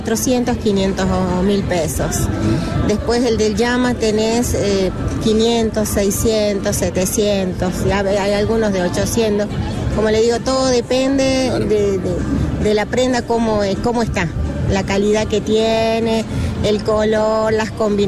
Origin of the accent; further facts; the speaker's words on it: Argentina; yo como argentina, ya somos campeones